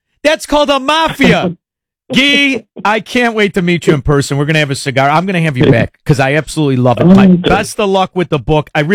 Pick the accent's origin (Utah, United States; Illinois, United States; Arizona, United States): Illinois, United States; Chicago; I'm from Chicago. Nobody likes it.